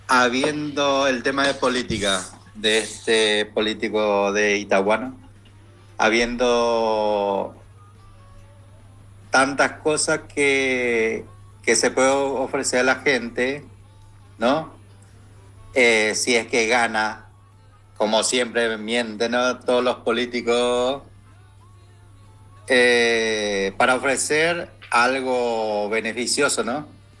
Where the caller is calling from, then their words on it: Buenos Aires, Argentina; de Buenos Aires.